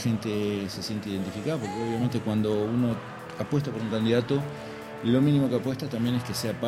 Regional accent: Salto, Uruguay; para nuestro departamento, para Salto

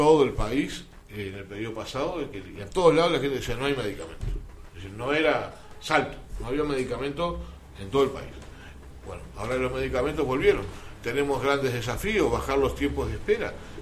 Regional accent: Uruguay; Uruguay no es como algunos uruguayos creen que somos una cosa aparte en el mundo.

